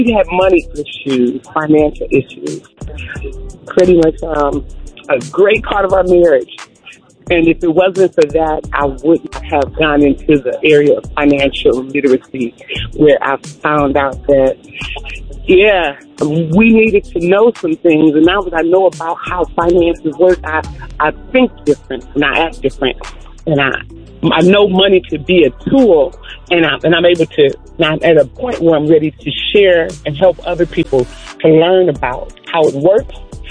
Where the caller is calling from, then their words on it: Detroit, Michigan, United States; I'm calling from Detroit, Michigan.